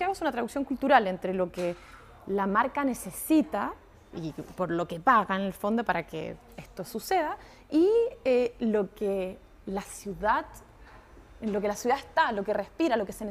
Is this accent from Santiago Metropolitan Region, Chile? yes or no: yes; Santiago, Santiago Metropolitan Region, Chile; now in Berlin, Germany; Santiago de Chile, que es donde más voy, de donde vengo, cuando voy a ver a mi familia.